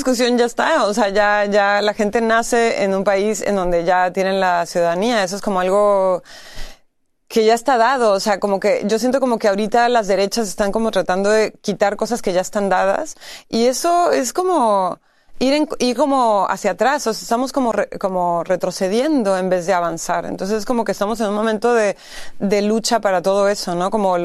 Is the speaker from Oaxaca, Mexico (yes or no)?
no; Tijuana, Baja California, Mexico; Yo crecí en Tijuana, entonces siempre vimos a personas que habían sido deportadas